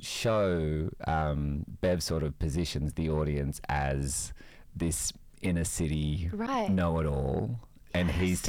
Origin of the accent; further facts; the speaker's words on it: New South Wales, Australia; I'm a gay from the Central Coast who is about to pretend to be a truck driver for an hour and a half.